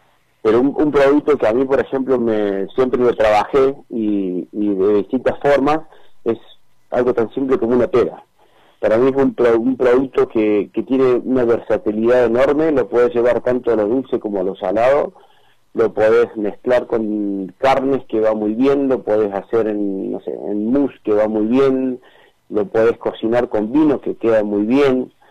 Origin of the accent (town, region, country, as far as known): Córdoba, Argentina; now in Neuquén, Argentina